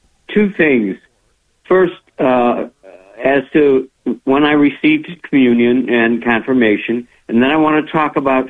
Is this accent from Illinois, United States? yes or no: yes; Chicago, Illinois, United States; I grew up in the Chicago Archdiocese in the 1950s, and I know I received communion before I received confirmation.